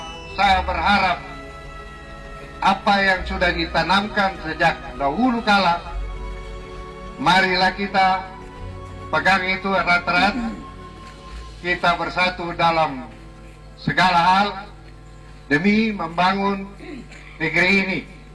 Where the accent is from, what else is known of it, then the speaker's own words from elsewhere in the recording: Soya, Maluku, Indonesia; sebagai orang Soya yang mempunyai satu kebiasaan adat yang sudah diturunkan oleh leluhur